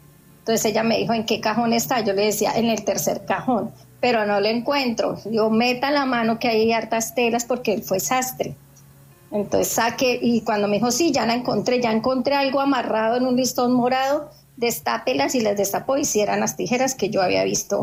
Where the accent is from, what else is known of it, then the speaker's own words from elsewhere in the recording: Villavicencio, Meta, Colombia; porque pues yo soy de aquí de Villavicencio